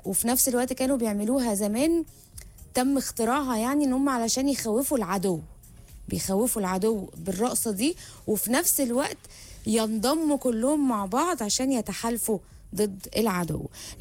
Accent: Egypt; ما قدرتش استحمل الطبيعه الجميله والهدوء ده ما اقدرش انا كمصري ما اقدرش اعيش كده.

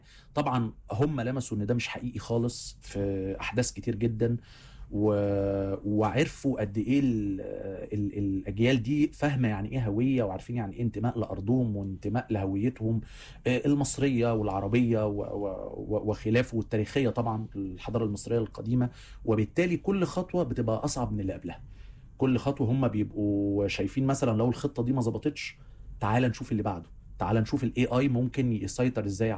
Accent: Egypt

